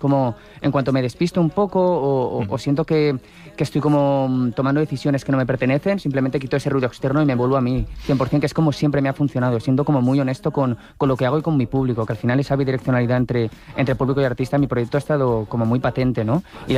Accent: Valencian Community, Spain

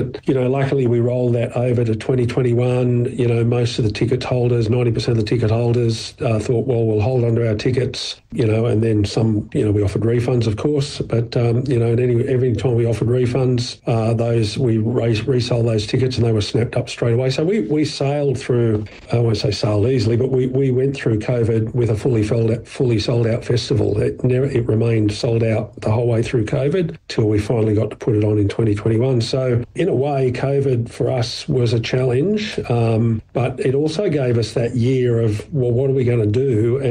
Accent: Sydney, New South Wales, Australia; I grew up on Sydney's northern beaches back in the, when I was young, back in the 80s, the pub rock days.

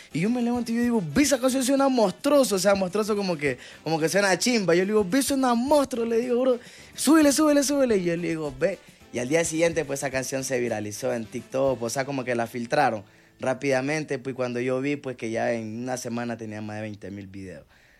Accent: Esmeraldas, Ecuador; Porque nosotros somos de Esmeralda, de la parte pacífica, o sea, de todo el país, pero la parte pacífica.

